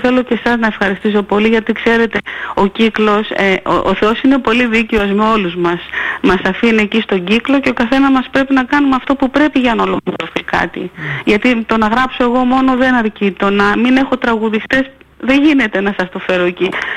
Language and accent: Greek; Kefalonia, Ionian Islands, Greece; moved away; Όσοι άνθρωποι ξέρουν ότι είμαι από την Κεφαλονιά